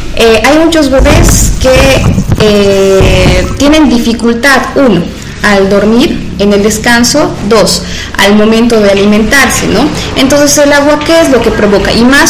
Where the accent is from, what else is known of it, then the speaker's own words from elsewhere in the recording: Trinidad, Beni, Bolivia; nuestra hermosa ciudad de Trinidad